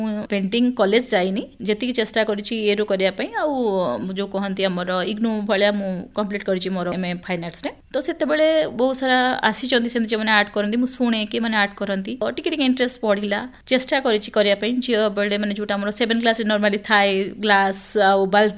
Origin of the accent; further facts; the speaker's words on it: Kahalia, Odisha, India; born there; now in Rourkela, India; ମୋର ଜନ୍ମସ୍ଥାନ ହେଉଛି ବାଲେଶ୍ୱରର ନୀଳଗିରି ସହରର କାହାଳିଆ ଗ୍ରାମରେ, ଆଉ ମୁଁ ଜଣେ ଆର୍ଟିଷ୍ଟ।